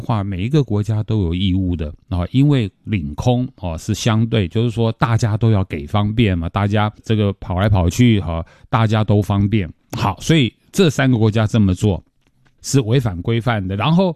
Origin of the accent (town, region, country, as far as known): Taiwan